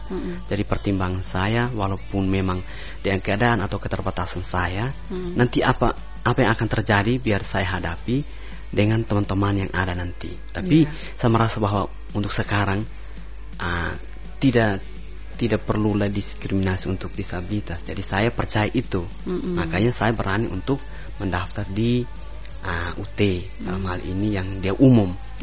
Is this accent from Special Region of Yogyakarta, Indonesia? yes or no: no; Belu, East Nusa Tenggara, Indonesia; Jadi kami dari Belu ini ada sekitar 18 orang ya, kalau setiap saat tercatat untuk PGSD.